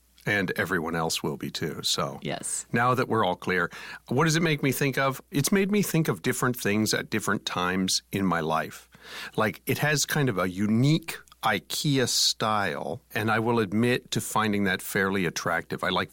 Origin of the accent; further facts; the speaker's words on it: Canada; we're a panel of Canadians here.